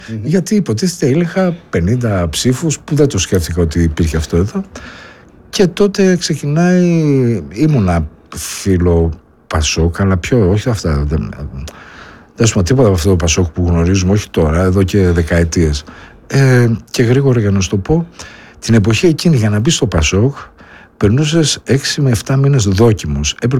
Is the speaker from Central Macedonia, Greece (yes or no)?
yes; Thessaloniki, Central Macedonia, Greece; moved away; Όταν έφυγα από τη Θεσσαλονίκη το 1993.